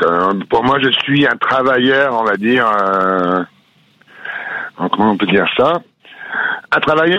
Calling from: Chivres-Val, Hauts-de-France, France; de Chivreval, dans les Hauts-de-France, en Picardie.

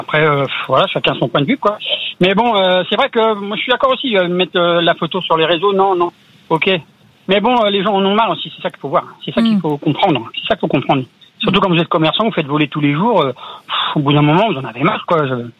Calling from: La Suze-sur-Sarthe, Pays de la Loire, France; De la Suze, sur Sarthe, à côté du Mans.

